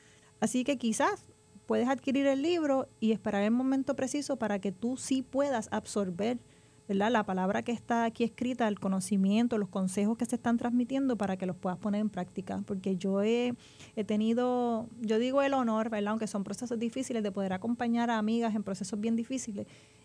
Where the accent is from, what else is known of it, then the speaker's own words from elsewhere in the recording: Salinas, Puerto Rico; moved away as an adult; yo termino de vivir en el área metro, yo soy de Salinas, de vivir en el área metro, estudiando, haciendo la maestría y trabajando, tengo que regresar